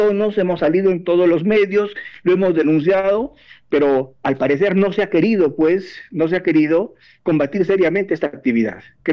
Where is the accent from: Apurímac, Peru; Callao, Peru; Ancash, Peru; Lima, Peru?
Apurímac, Peru; Andahuaylas; en Andahuayla, Zapurima, que es mi tierra